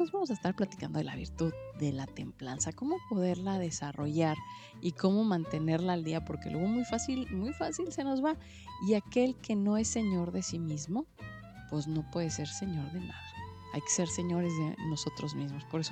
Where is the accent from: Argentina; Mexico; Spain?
Mexico; obviamente, pues, yo que le digo, yo soy mexicana